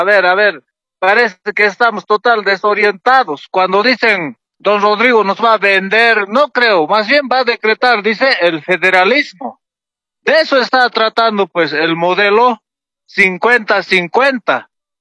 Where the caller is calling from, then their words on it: Oruro, Bolivia; Hablamos desde Oruro